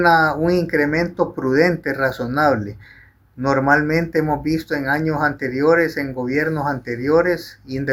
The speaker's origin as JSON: {"language": "Spanish", "country": "Honduras", "said": "que ya tenemos como hondureños"}